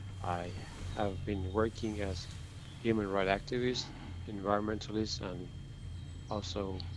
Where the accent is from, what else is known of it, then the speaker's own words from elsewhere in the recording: Kurdistan, Iran; English is a second language; moved away as an adult; now in Germany; I'm from Kurdistan, Rosh Halat. Rosh Halat means east, the east part of Kurdistan, from Iran. It's been 2 years and a half. I'm living in Germany as an asylum seeker.